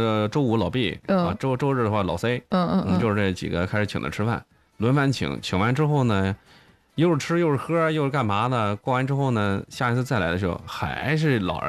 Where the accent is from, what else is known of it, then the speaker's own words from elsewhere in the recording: Bozhou, Anhui, China; 咱那个已经在亳州的土生土长这么多年了